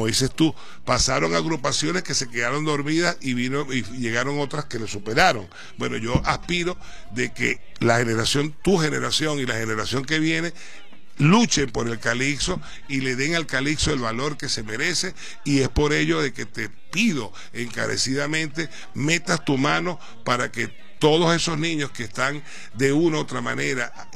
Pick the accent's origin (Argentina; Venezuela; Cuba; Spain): Venezuela; nosotros como venezolanos lo sentimos en la sangre